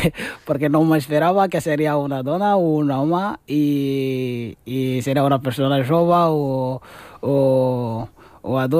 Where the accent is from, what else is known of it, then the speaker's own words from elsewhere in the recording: Algeria; now in Spain; Vaig arribar a Catalunya, d'Algèria, fins a Palma de Mallorca, i Palma de Mallorca a Barcelona.